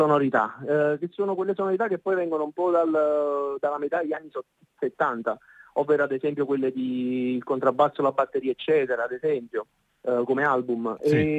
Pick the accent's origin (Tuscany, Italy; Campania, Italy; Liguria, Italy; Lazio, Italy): Campania, Italy; Naples; Poi naturalmente io nasco con i dischi di … ma non so se dire essendo napoletano o meno, però comunque amo